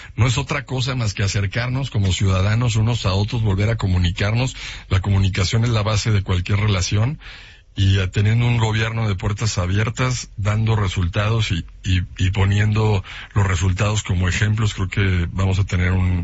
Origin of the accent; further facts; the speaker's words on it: Mexico; Yo creo que como ciudadano, como mexicano, se tiene que llegar hasta las últimas consecuencias